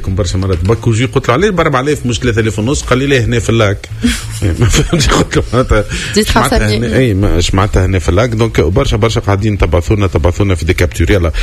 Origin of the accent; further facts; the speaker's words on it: Tunisia; 400 مطعم سياحي فقط عندنا في تونس